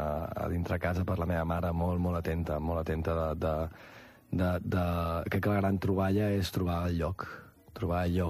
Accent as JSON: {"language": "Catalan", "town": "Verges", "region": "Catalonia", "country": "Spain", "tie": "born or raised there"}